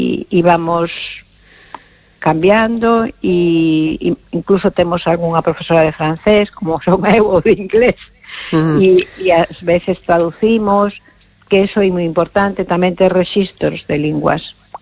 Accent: Pontevedra, Galicia, Spain; Galician is a second language; e cando puiden vir para Galicia, que son de Pontevedra, o primeiro que fixen foi aprender o galego que non sabía, unha escola de idiomas

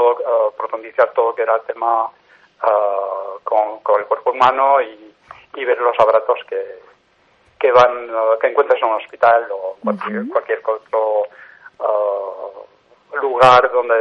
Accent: Galicia, Spain; first language Galician; Spanish is a second language; El gallego es mi lengua materna y yo he crecido con el gallego. Uh-huh. A pesar de estar lejos, fue siempre mi lengua principal.

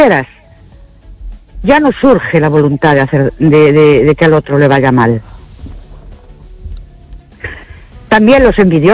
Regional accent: Ourense, Galicia, Spain; Buenas noches … de Orense.

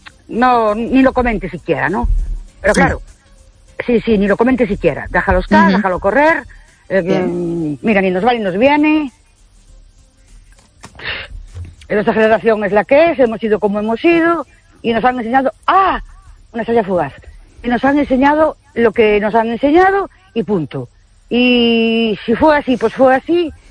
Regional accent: Ourense, Galicia, Spain; Buenas noches, perdón, muy … de Ourense.

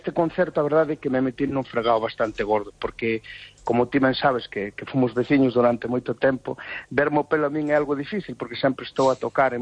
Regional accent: Galicia, Spain; que temos que, como galegos, pois unirnos

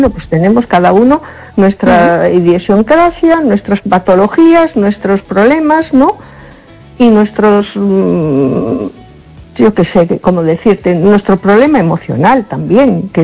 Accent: A Coruña, Galicia, Spain; Hola, buenas noches. … de Coruña.

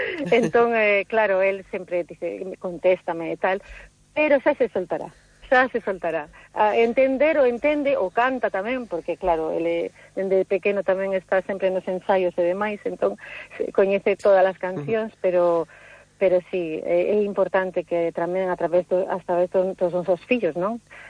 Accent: Brussels, Belgium; born or raised there

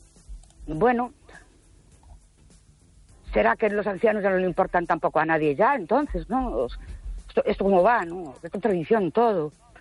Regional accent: Ourense, Galicia, Spain

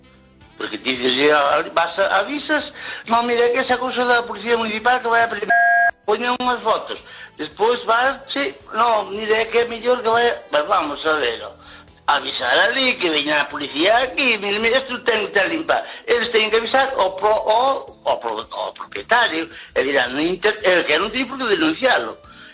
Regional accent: Lugo, Galicia, Spain

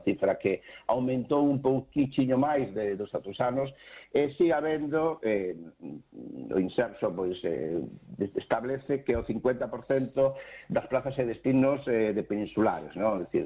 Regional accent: Galicia, Spain; sino tamén a onde vamos nós tamén como galegos.

